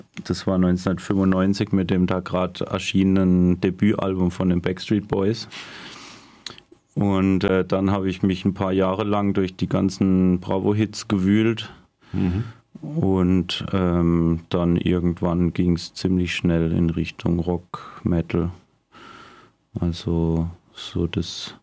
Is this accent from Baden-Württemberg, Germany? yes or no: yes; Simonswald, Baden-Württemberg, Germany; Nee, ich bin in Simonswald aufgewachsen. Das ist so 30 Kilometer nordöstlich von Freiburg